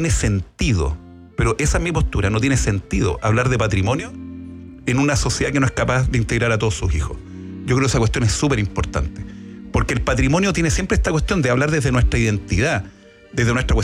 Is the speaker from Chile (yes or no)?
yes; Chile; Y los monumentos nos representan a todos como chilenos.